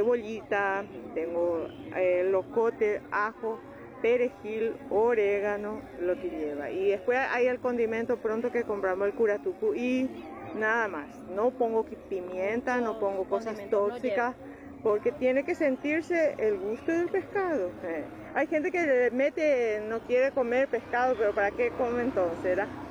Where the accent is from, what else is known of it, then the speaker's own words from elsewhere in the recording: Minga Guazú, Alto Paraná, Paraguay; Yo vengo del Alto Paraná, Mingaguazú, represento de piscicultores de Mingaguazú.